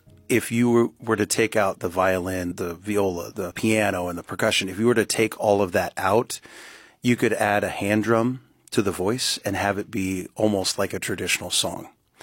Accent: Sitka, Alaska, United States; I'm from Sitka

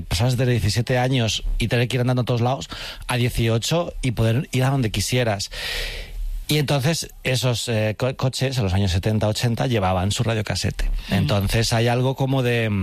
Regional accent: Alcorcón, Community of Madrid, Spain; Cuando decían, ¿tú de dónde eres? Yo decía, Alcorcón.

